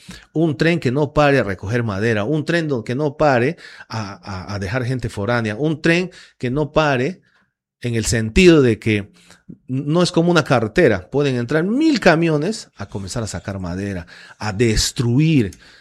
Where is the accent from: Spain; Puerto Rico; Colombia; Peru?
Peru; Tarapoto, San Martín; yo he vivido toda mi vida en Girón Moyobamba, uh-huh, que es cerca al perinatal, a una cuadra del bulevar, donde el bulevar era un barranco.